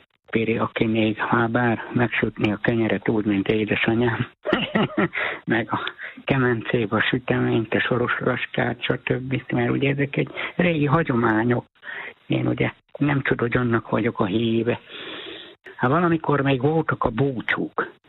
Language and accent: Hungarian; Hernádszentandrás, Borsod-Abaúj-Zemplén, Hungary; now in Boldogkőváralja, Hungary; Még fiatalon gyerekkoromban otthon, tehát Hernád Szentendráson születtem.